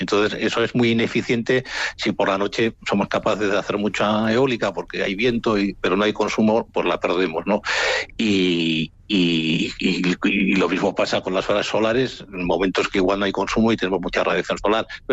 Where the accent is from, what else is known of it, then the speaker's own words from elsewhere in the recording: Bilbao, Basque Country, Spain; como soy de Bilbao